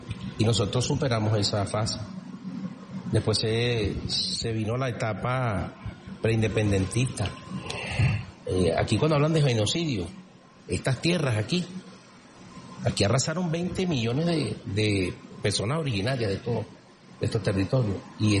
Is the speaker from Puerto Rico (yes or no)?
no; Caracas, Capital District, Venezuela; born there; 7 días después del terremoto del año 1967, en la clínica Concepción Palacio. Soy sanjuanero de nacimiento.